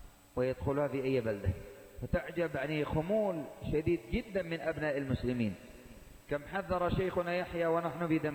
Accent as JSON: {"language": "Arabic", "country": "Yemen", "said": "عندنا في الشمال"}